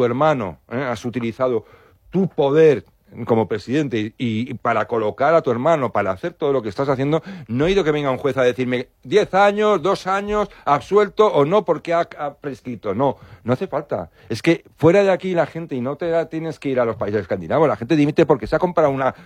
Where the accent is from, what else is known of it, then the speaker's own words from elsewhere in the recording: Spain; yo soy mi español y soy mi patriota